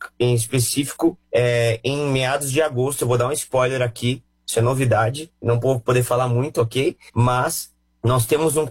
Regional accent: Brazil; que nós, como brasileiros, sempre ficamos refém do calendário que é colocado nacionalmente.

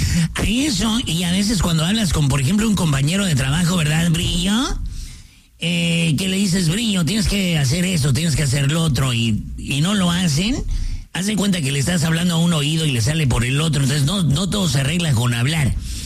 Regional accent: Mexico City, Mexico; also born or lived in Ciudad Obregón; Soy de la Ciudad de México, pero nací, damas y caballeros, en Ciudad Obregón. Allá me crié, en Ciudad de México, así es de que fui chilango por un tiempo.

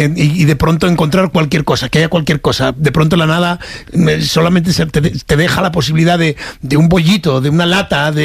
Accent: Asturias, Spain; En efecto, por eso yo, siendo asturiano, no, imposible.

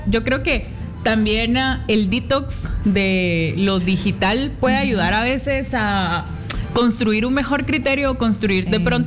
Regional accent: Guatemala; Y creo yo que una cosa como guatemaltecos, esto es un plus, la verdad

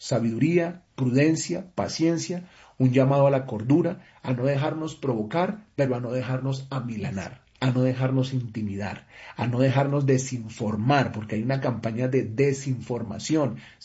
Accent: Colombia; nosotros como colombianos

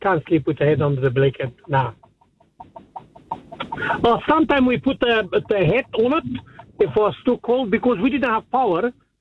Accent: Romania; Now, you remember I'm from Romania. Now, in all the days in the communist time, in the winter time, we sleep in a cold room because there's no heating, all right?

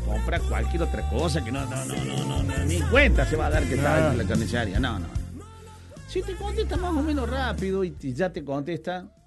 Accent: Bell Ville, Córdoba, Argentina; yo soy de Belville

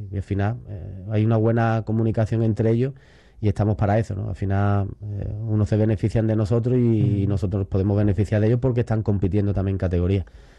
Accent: Sanlúcar de Barrameda, Andalusia, Spain; los que venimos de fuera, decimos siempre lo mismo. Yo soy de Sanlúcar y lo pongo mucho de ejemplo porque ahí hay un sentimiento hacia el sanluqueño grande, ¿no?

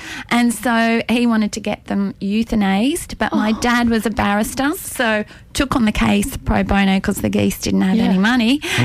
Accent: Sydney, New South Wales, Australia; growing up in Henley, about living in Dick Street

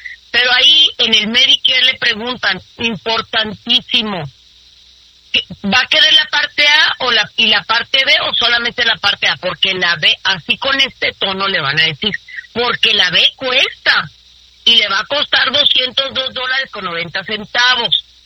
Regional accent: Mexico; Pero como somos buenos mexicanos, pues ahí estamos, ¿no?

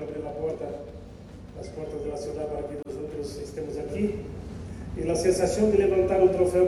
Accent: Brazil; yo soy brasileño, y en Brasil el fútbol es el deporte número uno.

